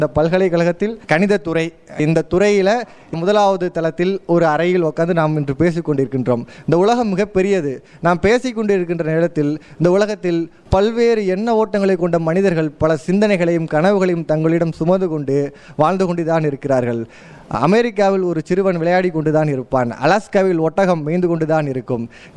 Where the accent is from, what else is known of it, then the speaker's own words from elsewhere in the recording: Kulithalai, Tamil Nadu, India; என்னுடைய ஊர் குளித்தலை.